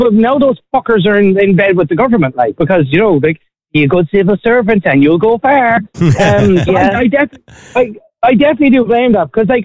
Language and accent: English; Ireland; So as Irish people, we're a very duplicitous people.